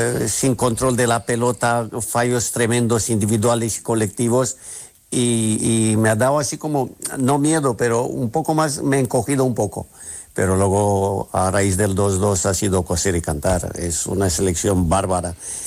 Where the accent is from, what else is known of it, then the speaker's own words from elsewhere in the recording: Romania; Y desde fuera, desde Rumanía, que aún soy rumano, pues es una envidia, pero sana, sana.